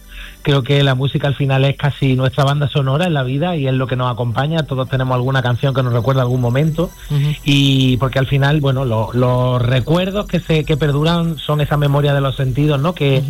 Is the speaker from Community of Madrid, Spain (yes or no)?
no; Jaén, Andalusia, Spain; llevar por delante a mi tierra, Jaén